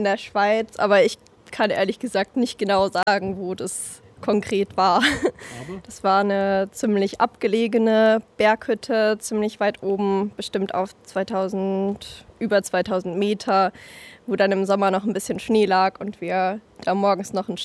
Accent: Baden-Württemberg, Germany; Also ich bin schon mitten in der Natur aufgewachsen. Mein Vater war Förster oder ist Förster. Und genau, ich bin fern von Zivilisation im Forsthaus aufgewachsen sozusagen.

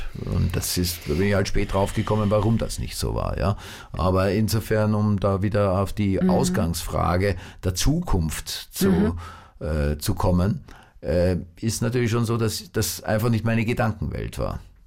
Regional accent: Vienna, Austria; ich bin im zweiten Bezirk in Wien aufgewachsen, das ist der Prater, und das war eine sehr, also wie meine Eltern da hingezogen sind, war das eine sehr runtergekommene Gegend, aber mit sehr viel Grün und aber auch mit sehr viel Baulücken

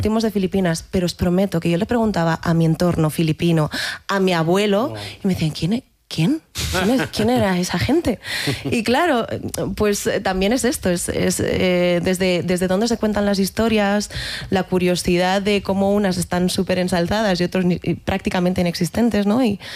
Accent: Barcelona, Catalonia, Spain; now in Madrid, Spain; Yo nací en Barcelona, o sea, soy súper catalana, aunque muchos no quieran aceptarlo, pero llevo 14 años en Madrid, entonces tengo un popurrí de acentos

